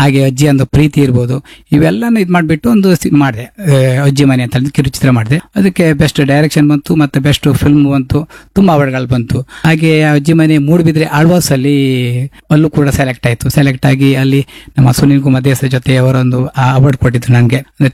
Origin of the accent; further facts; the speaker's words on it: Kundapura, Karnataka, India; accent: Kundapura Kannada; ನಮ್ಮ ಕುಂದಾಪುರ ಭಾಷೆಯಲ್ಲಿ ತುಂಬಾ ಸಿನಿಮಾ ಬಂದಿದೆ